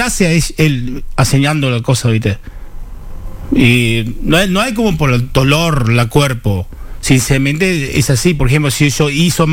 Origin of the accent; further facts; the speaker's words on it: Uruguay; Y de Uruguay hay muchas cosas, como yo digo, yo soy uruguayo